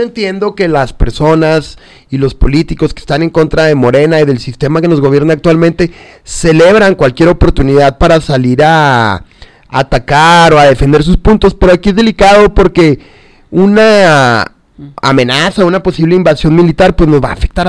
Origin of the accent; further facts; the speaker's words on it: Mexico; celebrar estas declaraciones como mexicano se me hace delicado